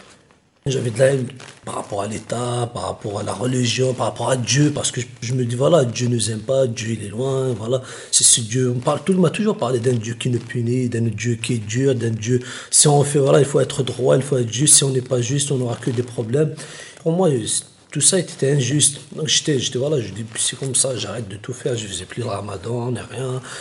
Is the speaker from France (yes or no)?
no; Kabylie, Algeria; moved away as an adult; also born or lived in Algiers; Moi, je viens de la Kabylie